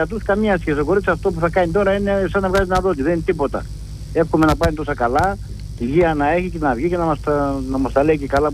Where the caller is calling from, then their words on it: Greece; Επειδή είμαι Έλληνας